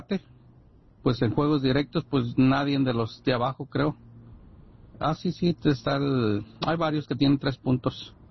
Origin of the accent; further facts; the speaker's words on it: Mexico; Aunque como hispanos o mexicanos, pues, referencia a la MX, pues no somos muy unidos.